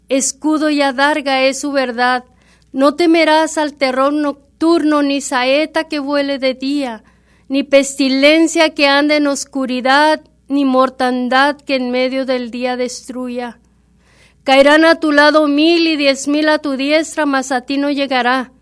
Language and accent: Spanish; Mexico; now in United States; somos patriotas, porque somos mexicanos